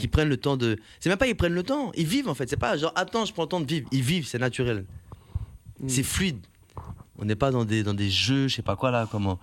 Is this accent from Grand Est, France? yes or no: no; Paris, Île-de-France, France; born there; moi, je suis né Paris 20e.